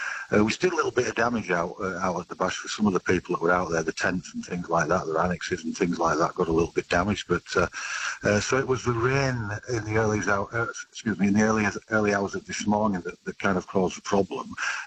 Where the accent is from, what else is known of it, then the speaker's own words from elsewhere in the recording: Yorkshire and the Humber, United Kingdom; moved away as an adult; now in Australia; Yeah, I'm actually from Yorkshire in the north of England